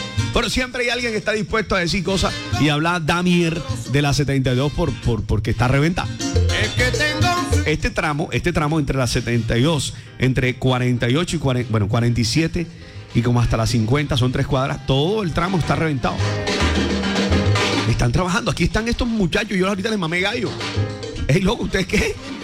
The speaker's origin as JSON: {"language": "Spanish", "town": "Barranquilla", "region": "Atlántico", "country": "Colombia", "said": "Api, yo soy barranquillero ya. Api, yo hablo como en el bordillo."}